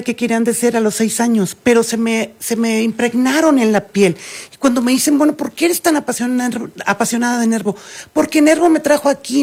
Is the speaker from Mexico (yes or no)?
yes; Nayarit, Mexico; Nayarit, de donde yo soy. Nayarit es un estado fantástico, tiene unas playas divinas, se come espectacularmente, tenemos pueblos originarios